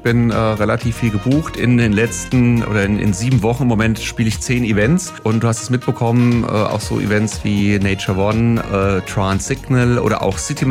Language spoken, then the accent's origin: German; Wiesbaden, Hesse, Germany; Ja, Wiesbaden ist meine Heimatstadt. Ich meine, ich bin in Wiesbaden zur Grundschule gegangen